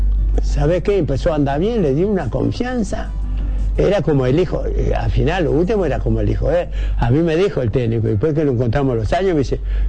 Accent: Uruguay; nosotros acá no hablamos italiano, somos uruguayos, somos una familia

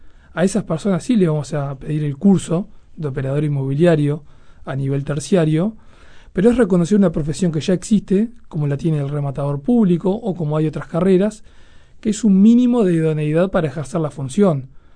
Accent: Uruguay; uno como uruguayo

